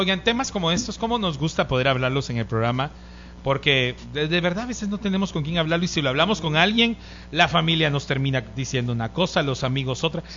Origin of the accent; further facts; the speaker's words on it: Salamá, Baja Verapaz, Guatemala; moved away; Muebles en Casa está en mi tierra, en Salamá.